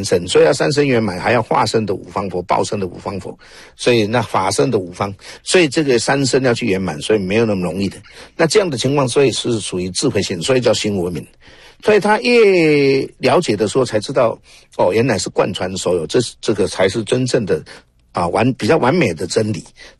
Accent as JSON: {"language": "Chinese", "country": "Taiwan", "said": "因为我是台湾人"}